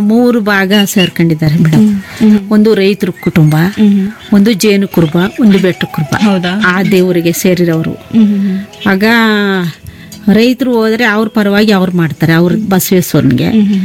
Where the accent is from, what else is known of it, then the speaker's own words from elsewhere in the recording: Karnataka, India; ಊರ ಹೆಸರು ಜಾಗನಕೋಟೆ ಹಾಡಿ.